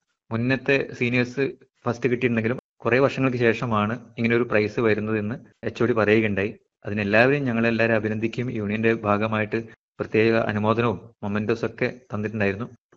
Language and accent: Malayalam; Kampallur, Kerala, India; എന്റെ സ്വദേശം കാസർഗോഡ് ജില്ലയിലെ കമ്പല്ലൂർ എന്ന സ്ഥലത്താണ്.